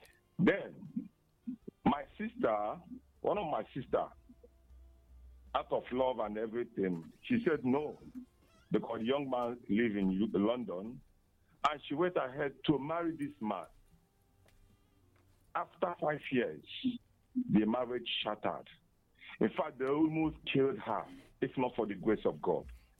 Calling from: Nigeria; I'm from Kano West. I'm from Apugo.

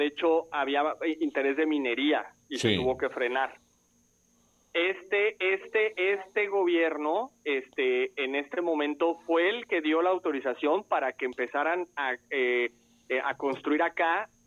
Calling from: La Paz, Baja California Sur, Mexico; De La Paz, Baja California Sur.

